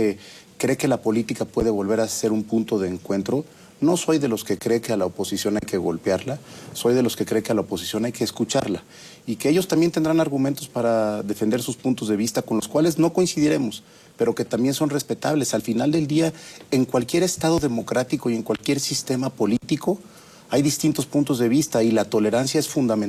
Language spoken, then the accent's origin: Spanish; Oaxaca, Mexico; Somos de Oaxaca. Oaxaqueño. Yo soy oaxaqueño, mi padre oaxaqueño, mi abuelo oaxaqueño.